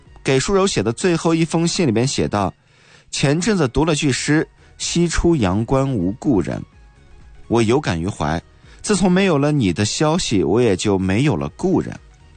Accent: China; 刻在我们中国人骨子里的那个情谊

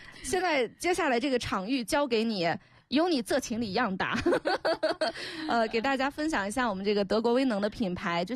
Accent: Yan'an, Shaanxi, China; accent: Yan'an dialect; 咱们延安话

